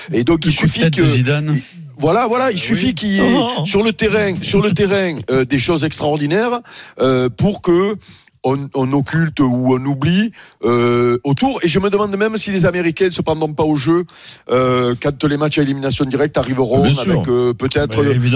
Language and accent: French; France; souvenons-nous quand même des débats qu'on faisait avant les Jeux Olympiques chez nous, en France.